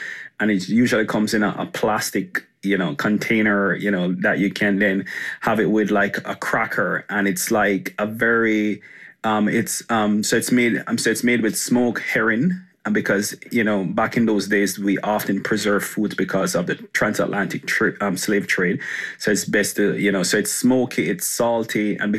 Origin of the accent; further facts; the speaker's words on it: Kingston, Kingston Parish, Jamaica; So I grew up with my mom, you know, single mom of four. And we grew up downtown Kingston, which, we had our own struggles, you know, because my mom, she was more